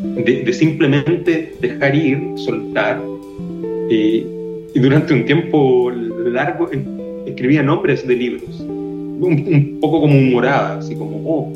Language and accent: Spanish; Santiago, Santiago Metropolitan Region, Chile; cuando era cabro, estudiante en Santiago